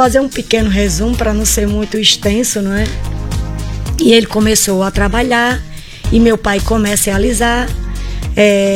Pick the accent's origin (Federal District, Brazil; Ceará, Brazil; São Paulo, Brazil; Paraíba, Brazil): Paraíba, Brazil; Belém do Brejo do Cruz; now in Mossoró, Brazil; Lília, eu sou paraibana. Eu sou de Belém do Brejo do Cruz.